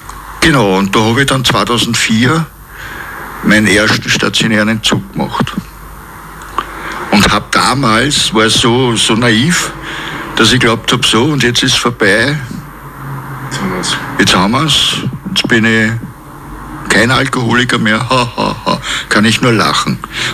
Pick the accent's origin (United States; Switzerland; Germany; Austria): Austria; Krems an der Donau, Lower Austria; Wie gesagt, ich bin in Krems aufgewachsen.